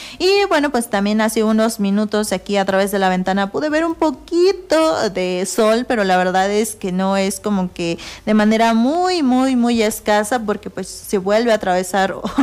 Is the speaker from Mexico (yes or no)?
yes; Mexico